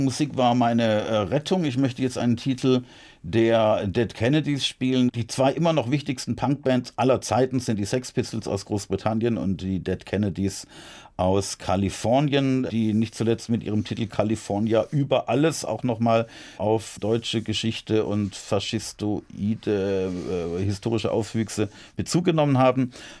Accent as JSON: {"language": "German", "town": "Heilbronn", "region": "Baden-Württemberg", "country": "Germany", "tie": "born or raised there", "said": "Ich bin schon 1988 erstmals in meiner Heimatstadt Heilbronn als unabhängiger Kandidat zur Landtagswahl angetreten."}